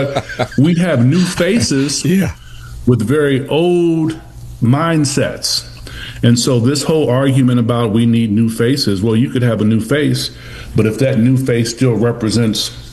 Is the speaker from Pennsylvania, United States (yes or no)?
no; Indiana, United States; And, you know, I'm from Indiana. You know, I was raised by my grandmother